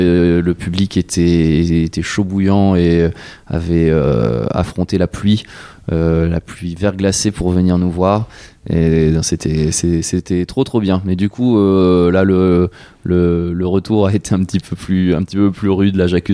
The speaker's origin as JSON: {"language": "French", "town": "Strasbourg", "region": "Grand Est", "country": "France", "tie": "born or raised there", "moved": "as an adult", "lives_now": "Troyes, France", "said": "Non, moi je suis natif de Strasbourg. Je suis arrivé à Troyes en 2017."}